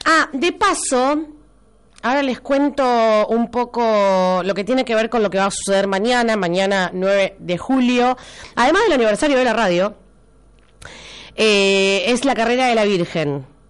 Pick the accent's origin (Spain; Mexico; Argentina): Argentina